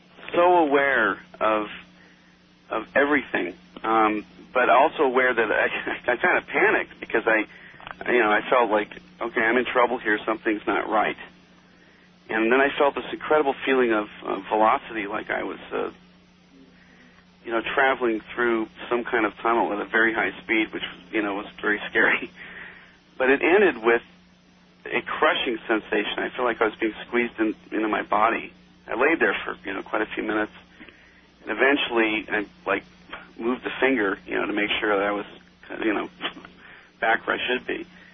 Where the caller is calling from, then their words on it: Los Angeles, California, United States; I'm in Los Angeles.